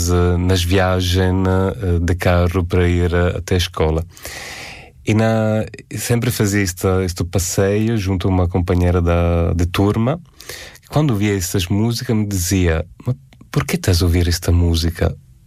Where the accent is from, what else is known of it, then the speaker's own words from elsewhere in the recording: Italy; moved away as an adult; ouvi esta música a primeira vez ainda quando eu morava na minha aldeia, lá na Itália.